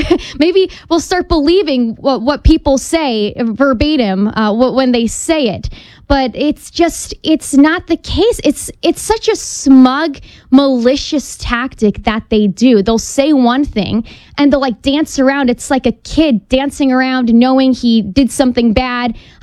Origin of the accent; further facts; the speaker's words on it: New Jersey, United States; And I'm saying this as a fellow coastal elitist. I'm from New Jersey.